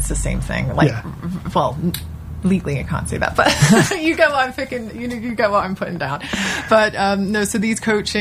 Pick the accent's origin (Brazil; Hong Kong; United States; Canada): Hong Kong; That's big, because also growing up in Hong Kong, you know, I understand that environment.